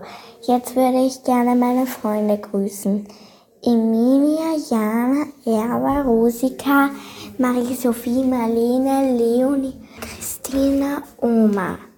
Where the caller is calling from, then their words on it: Ottensheim, Upper Austria, Austria; ich komme aus Ottensheim, ich bin 7 Jahre alt